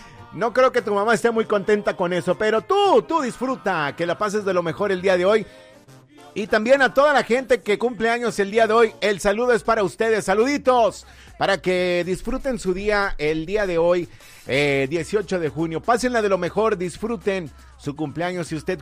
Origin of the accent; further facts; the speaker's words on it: Mexico; Y como mexicano, pues hay que apoyarlo también.